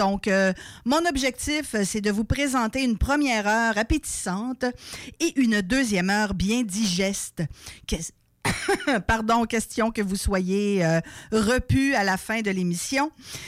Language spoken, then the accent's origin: French; Quebec City, Quebec, Canada; moved away; je suis originaire de Québec et mon premier micro ben, fut justement à CKIA.